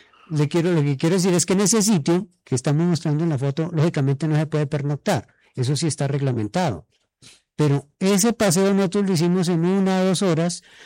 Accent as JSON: {"language": "Spanish", "region": "Huila", "country": "Colombia", "said": "Está en mi tierra."}